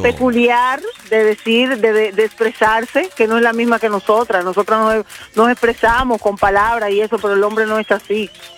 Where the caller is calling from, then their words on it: Miami, Florida, United States; Estoy aquí en Miami.